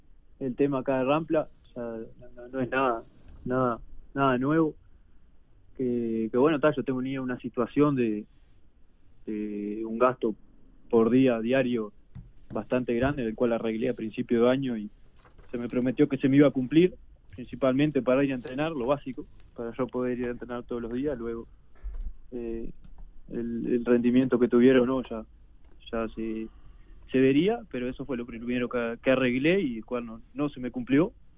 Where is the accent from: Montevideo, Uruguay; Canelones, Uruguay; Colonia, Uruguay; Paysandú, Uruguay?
Colonia, Uruguay; Nueva Helvecia; Yo soy de Nueva Helvecia, sí.